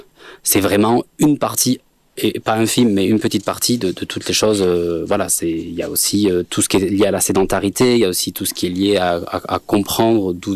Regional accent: Béziers, Occitanie, France; moi je suis originaire de Béziers, où il y a du rugby présent

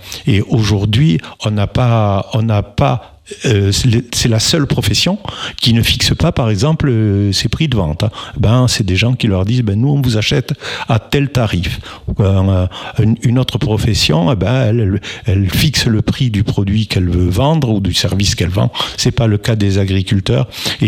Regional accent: Mirepoix, Occitanie, France

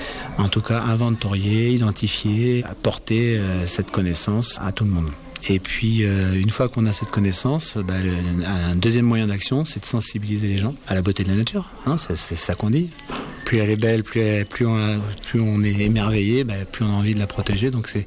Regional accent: Brittany, France; moved away as an adult; Moi, je suis arrivé de Bretagne en 97, le 2 janvier 97, on s'est installé ici.

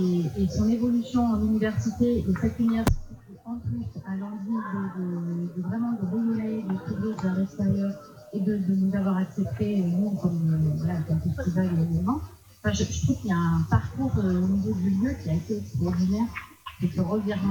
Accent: Lille, Hauts-de-France, France; je suis lilloise.

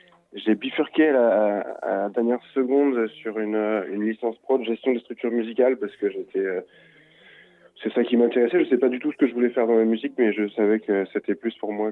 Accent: Hauts-de-France, France; j'ai grandi en Picardie, dans un tout petit village, éloigné de tout. Enfin, il n'y avait pas de disquaire, pas de salle de concert, à part la fête de la musique.

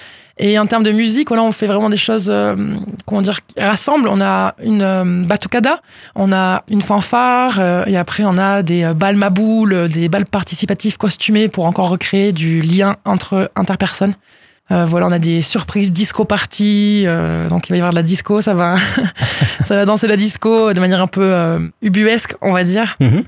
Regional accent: Salles-sur-Garonne, Occitanie, France; moi je suis toulousaine, mais j'ai grandi à Salles-sur-Garonne

